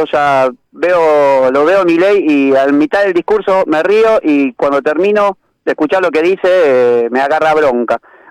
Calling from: Berazategui, Buenos Aires Province, Argentina; el barrio acá en Berazategui

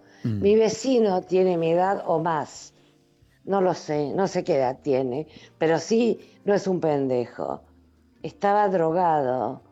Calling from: San Vicente, Argentina; Vivo en San Vicente, quiero decir.

